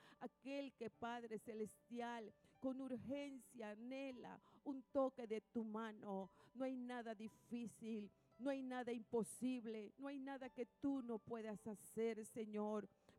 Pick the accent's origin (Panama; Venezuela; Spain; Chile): Panama; como ciudadanos que somos de esta tierra